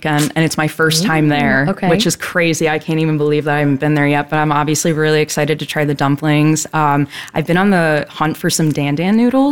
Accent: Ohio, United States; I was raised right outside of Geauga County. So this was kind of a fun one for me to do because it kind of felt like a hometown tour.

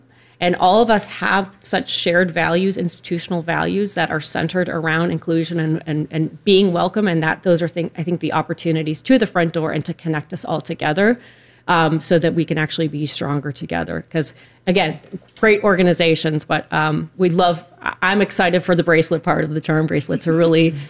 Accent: Detroit, Michigan, United States; born there; also born or lived in Pittsburgh; now in Cleveland, United States; Most recently, I moved here from Pittsburgh, but I grew up, I was born in Detroit, but grew up all over the world moving with my dad in the automotive industry.

